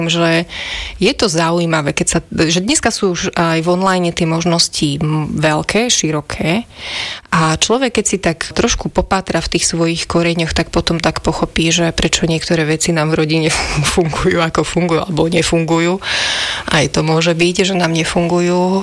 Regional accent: Banská Bystrica, Banská Bystrica Region, Slovakia; also born or lived in Varín; ja som viac Varínčanka ako Bystričanka

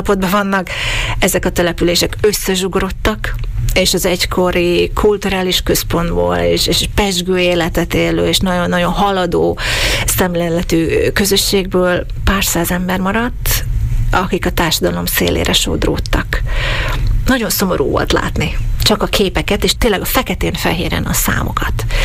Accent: Slovakia; szlovákiai magyarként nekem döbbenetes volt, hogy a magyar téma teljesen kimaradt az egész diskurzusból.

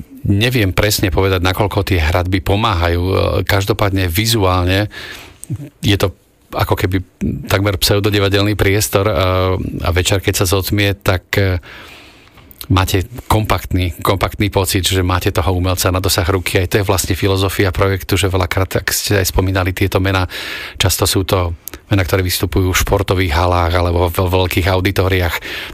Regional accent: Nové Mesto nad Váhom, Trenčín Region, Slovakia; moved away; ja som rodák z Nového mesta nad Váhom, teda vyrástol som tam.

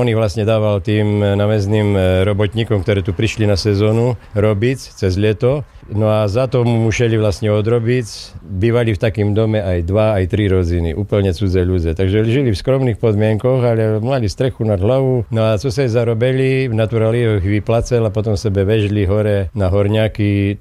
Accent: Prešov Region, Slovakia; U nás v Šarišu šetému útorí, že komenciaši, to je taký ten šarišský výraz

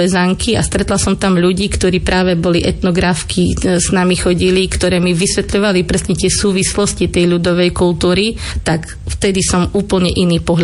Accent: Stará Ľubovňa, Prešov Region, Slovakia; accent: Eastern Slovak; u mňa je cítilný východniarský prízvuk, za ktorý sa ja nehambím a som na ňo hrdá už teraz.

